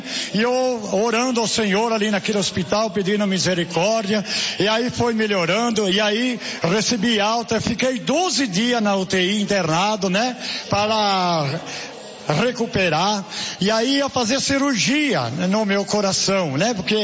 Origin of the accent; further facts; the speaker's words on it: Jundiaí, São Paulo, Brazil; Eu sou lá da cidade de Jundiaí.